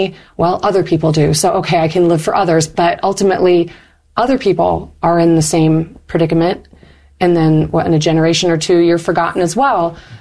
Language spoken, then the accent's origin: English; Marquette, Michigan, United States; Northern Michigan University is also in my hometown.